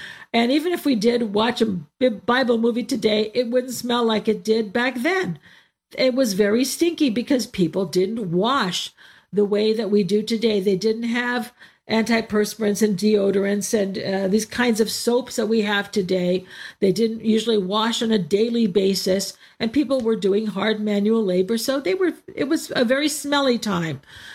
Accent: United States; I grew up in the United States

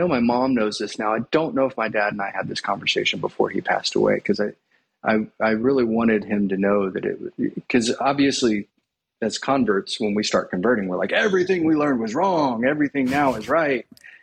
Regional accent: Atlanta, Georgia, United States; moved back to Atlanta when I was 12. But I was the typical rebellious American preacher's kid.

